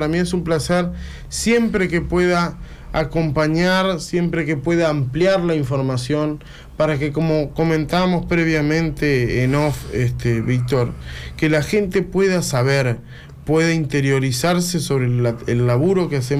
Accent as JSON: {"language": "Spanish", "region": "Tacuarembó", "country": "Uruguay"}